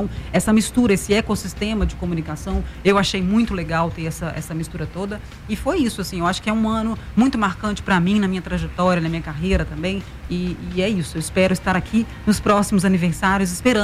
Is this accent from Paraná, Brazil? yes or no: no; Patrocínio, Minas Gerais, Brazil; now in Brasília, Brazil; eu fiz Rádio News em Brasília e aqui, eu fui para Patrocínio, minha cidade natal.